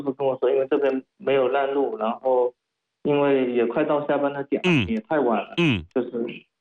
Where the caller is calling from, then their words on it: Tiantai, Zhejiang, China; 我是台州的，天台的